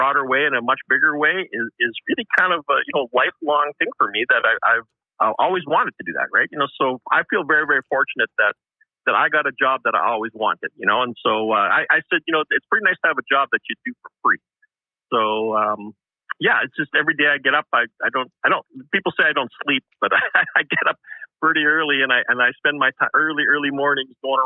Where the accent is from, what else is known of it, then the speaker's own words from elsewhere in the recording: Winnipeg, Manitoba, Canada; Yeah, you know, I'm a lifelong Winnipegger. I grew up in the West End